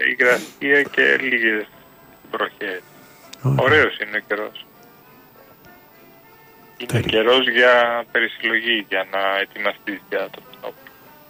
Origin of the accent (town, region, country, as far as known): Greece; now in Germany